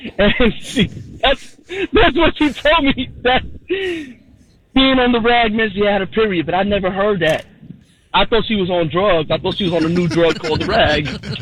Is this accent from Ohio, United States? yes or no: no; New York, United States; I'm from New York. I never heard that.